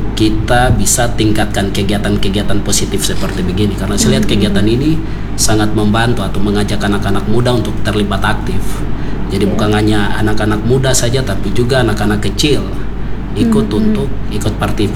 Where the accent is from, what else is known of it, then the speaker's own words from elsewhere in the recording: Manokwari, West Papua, Indonesia; saya merasa bangga sebagai anak Fanimo